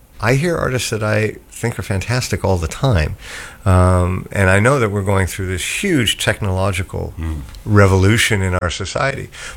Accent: Toronto, Ontario, Canada; So I grew up in Toronto, Canada

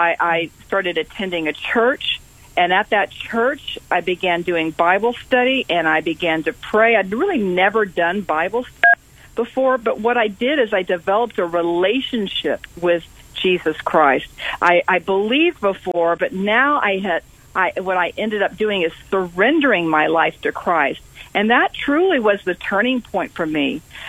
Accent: San Antonio, Texas, United States; moved away as an adult; I grew up in San Antonio, Texas. I was there until I was about 17. Then I went off to college, and I actually worked in television in San Antonio for 12 years. So I came back

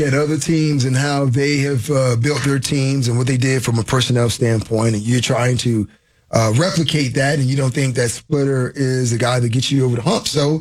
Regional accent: the South, United States; since I grew up in the South

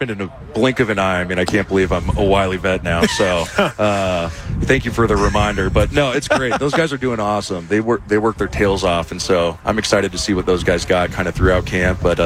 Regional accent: Milwaukie, Oregon, United States; I usually say I'm from Portland

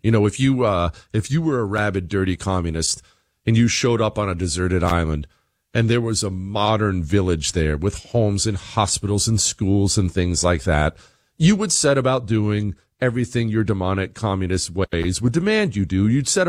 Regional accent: Bozeman, Montana, United States; I grew up in Bozeman, Montana. It was relatively crime-free.

